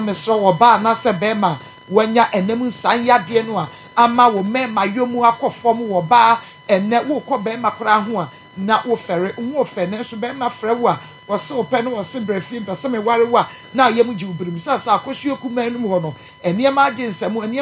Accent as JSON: {"language": "English", "town": "Techiman", "region": "Bono East", "country": "Ghana", "said": "from Techiman."}